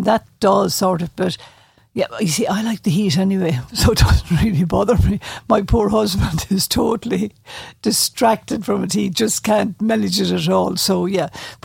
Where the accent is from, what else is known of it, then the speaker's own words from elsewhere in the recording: Arthurstown, County Wexford, Ireland; You see, I am below from Arthurstown, technically. I'm just off the ferry, Ballyhack, and then over the road I'm there.